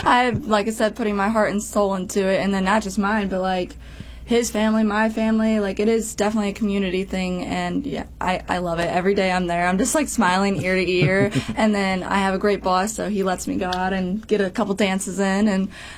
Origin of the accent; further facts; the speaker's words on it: Herculaneum, Missouri, United States; I've been here my whole life. So I went to Herculaneum, which is right next to Festus, and never left. So I've been here forever.